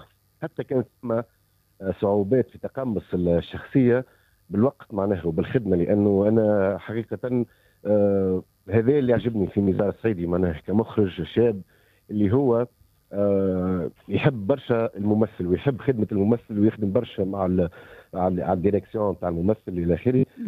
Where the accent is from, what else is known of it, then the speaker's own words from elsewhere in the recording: Tunisia; عشناها احنا التوانسة الكل